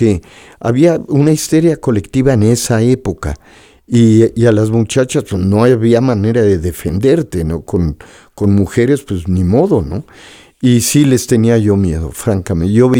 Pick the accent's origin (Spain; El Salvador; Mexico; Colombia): Mexico